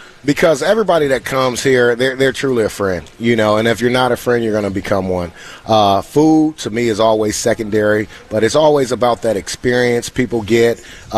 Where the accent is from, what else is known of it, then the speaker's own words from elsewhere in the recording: Cleveland, Ohio, United States; now in White House, United States; I'm originally from Cleveland, Ohio. I came down to Tennessee in 1999.